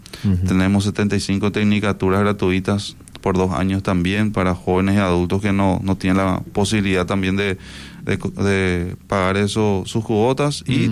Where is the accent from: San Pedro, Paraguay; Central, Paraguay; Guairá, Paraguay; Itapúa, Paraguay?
Itapúa, Paraguay; Cambyretá; me iba a Asunción y de dónde soy, de Encarnación, decía, ¿verdad? No decía que soy de Camburetá.